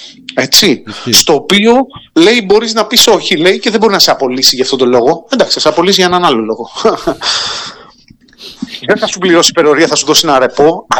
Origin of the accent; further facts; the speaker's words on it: Keratsini, Attica, Greece; Εδώ στα μέρη μας, στο Κερατσίνι